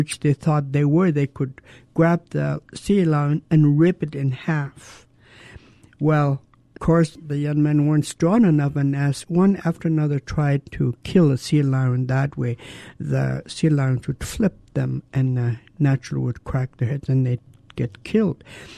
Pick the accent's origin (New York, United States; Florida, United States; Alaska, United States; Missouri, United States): Alaska, United States; Douglas; I was born and raised in Douglas. I belong to the Raven Moiety.